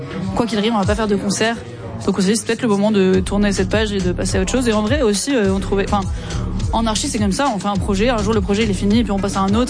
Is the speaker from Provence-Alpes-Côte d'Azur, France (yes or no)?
yes; Marseille, Provence-Alpes-Côte d'Azur, France; oui, parce que moi je suis de Marseille à la base.